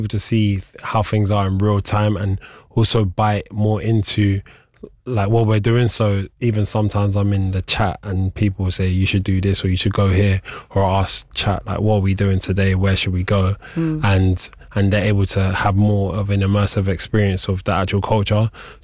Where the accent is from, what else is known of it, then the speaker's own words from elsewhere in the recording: London, United Kingdom; And just because I'm from North London as well.